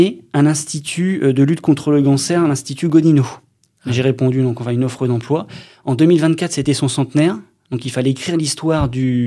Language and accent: French; Hauts-de-France, France; moved away as an adult; Moi, je viens de l'Oise.